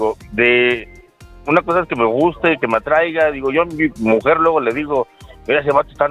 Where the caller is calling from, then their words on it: Tlalpan, Mexico City, Mexico; Del meritito Tlalpan.